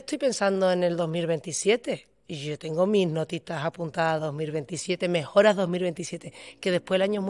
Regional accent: Huelva, Andalusia, Spain; Aunque soy yo más de Huelva que un choco

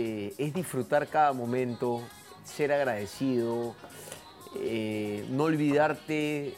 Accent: Peru; moved away as an adult; now in Spain; Yo soy un artista peruano, soy un artista latino, soy un artista muy orgulloso de dónde viene y tengo muy claro que llegué a este país hace 3 años de siendo nadie.

